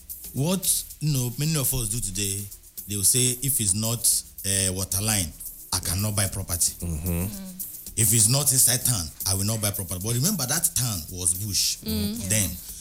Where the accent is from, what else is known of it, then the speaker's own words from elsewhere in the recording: Lagos, Nigeria; because I grew up in Lagos.